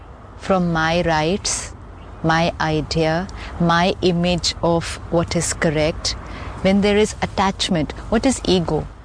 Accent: India; I forget that I'm living in India. But I will say, I am an Indian.

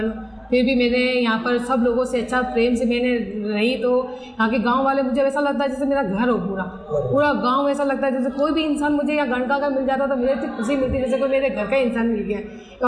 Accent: Abu Road, Rajasthan, India; मैं सातपुर से आती हूँ, सातपुर आबू रोड से आती हूँ।

